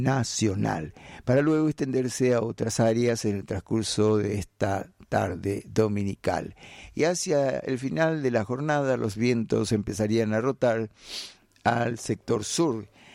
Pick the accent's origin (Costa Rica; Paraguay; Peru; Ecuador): Paraguay